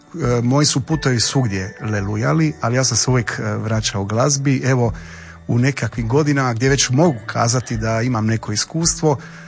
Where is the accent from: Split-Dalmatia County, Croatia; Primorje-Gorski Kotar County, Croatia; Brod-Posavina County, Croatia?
Split-Dalmatia County, Croatia; Split; Ja sam rođen u Splitu i kao dijete uzorne obitelji, 80-ih, si morao odlaziti u glazbenu školu